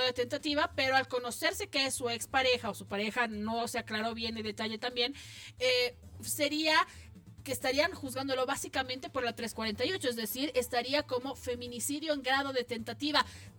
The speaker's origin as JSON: {"language": "Spanish", "country": "Bolivia"}